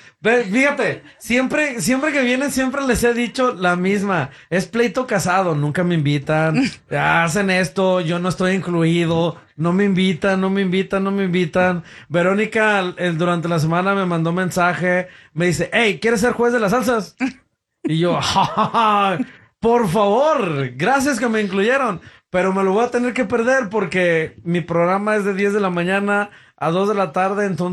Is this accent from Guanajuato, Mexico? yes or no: yes; Guanajuato, Mexico; moved away; que en el que estaba por mi tierra, por mi colonia allá en Guanajuato.